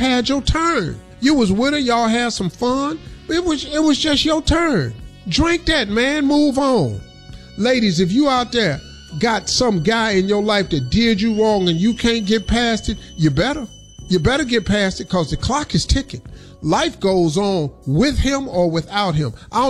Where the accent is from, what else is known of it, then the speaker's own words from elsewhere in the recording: Colombia; I'm from Colombia.